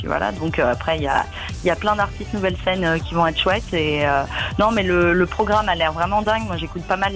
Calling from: France; Ça paraît monial, pas loin de là d'où je viens.

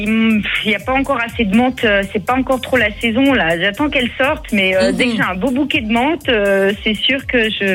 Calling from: Saint-Joseph-de-Rivière, Auvergne-Rhône-Alpes, France; je suis sur Saint-Joseph-de-Rivière, donc c'est un peu plus haut.

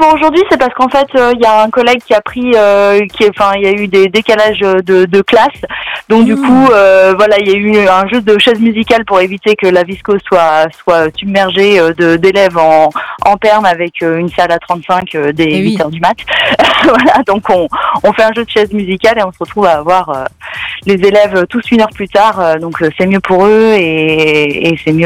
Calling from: Paray-le-Monial, Bourgogne-Franche-Comté, France; Paray-le-Monial, de là d'où je viens.

